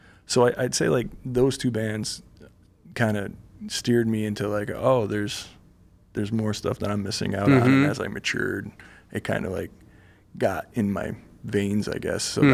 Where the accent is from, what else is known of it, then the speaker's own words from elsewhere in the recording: Rochester, New York, United States; So I did drum for a band that played Rochester quite a bit. We're from Rochester